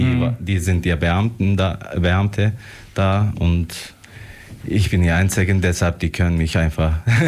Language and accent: German; Bursa, Turkey; moved away as an adult; now in Ulm, Germany; ich bin in Bursa geboren und gewachsen.